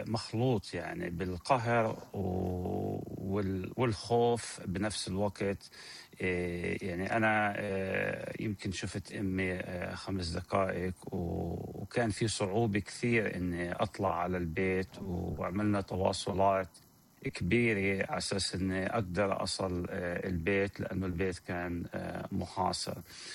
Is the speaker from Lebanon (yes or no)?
no; Qusra, West Bank, Palestine; now in Ohio, United States; تركت بيتي اللي بأوهايو وتركت شغلي، تركت زوجتي وتركت بناتي حتى أجي على القصرة اللي أنا انولدت وتربيت فيها، أمي موجودة فيها، إخواني أصحابي أقربائي كلهم موجودين فيها،